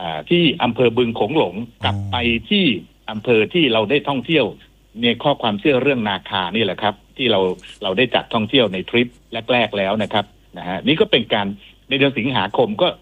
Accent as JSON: {"language": "Thai", "region": "Chanthaburi", "country": "Thailand", "said": "ผมมาจากจันทบุรีนะครับชื่อเสียงของจันทบุรีเนี่ยผมเป็นคนเมืองจัน"}